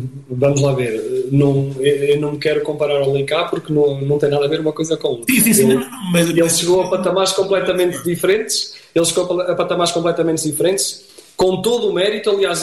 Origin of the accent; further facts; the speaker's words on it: Lamelas, Portugal; eu sou natural de Lamelas, vivo em Lamelas mesmo.